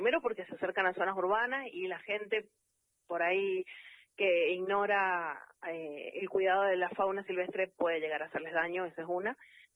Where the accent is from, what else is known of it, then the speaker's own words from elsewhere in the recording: San Juan, Argentina; Yo soy de San Juan capital, pero mi mamá es hachallera